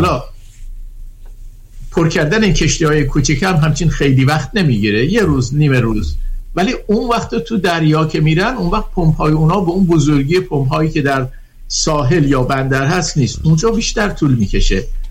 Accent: Abadan, Khuzestan, Iran; moved away; من خودم در آبادان بزرگ شدم

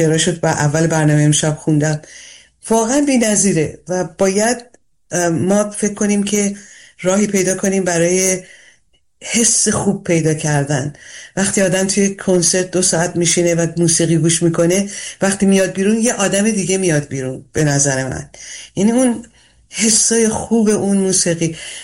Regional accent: Iran; به عنوان یک ایرانی در شرایط فعلی که ما درش قرار گرفتیم

